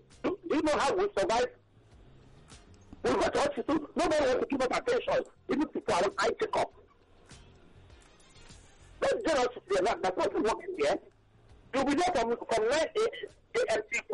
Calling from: Lagos, Nigeria; I'm calling from Satellite Bank.

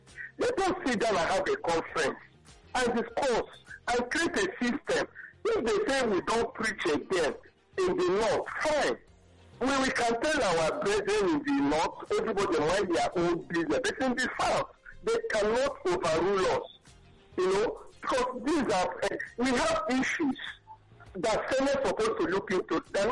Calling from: Ada, Nigeria; I'm calling from Ada.

